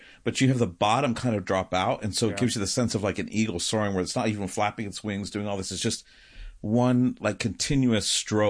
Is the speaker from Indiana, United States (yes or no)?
no; Michigan, United States; Yeah, so I'm from, if you're on the radio, you can't see me, but I'm holding up my hand as a true Michigander because this is how we use body parts for directions.